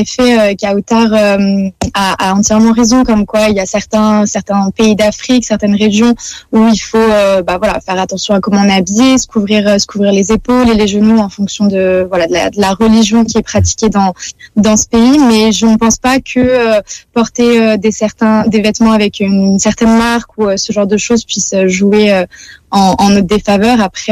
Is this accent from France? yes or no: yes; France; Nous, en tant que Français, on a la chance de pouvoir partir avec un traitement préventif